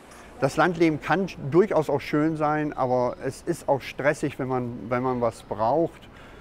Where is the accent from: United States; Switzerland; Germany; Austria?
Germany; Osnabrück, Lower Saxony; Ich komme aus Osnabrück.